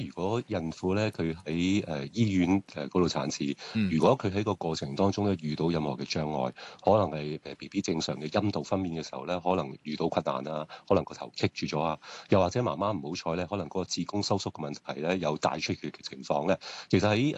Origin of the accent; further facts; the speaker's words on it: China; 其實我哋中國人，特別係南方中國人咧，出世之後頭幾日咧開始出現呢個黃疸咧，係非常之普遍嘅。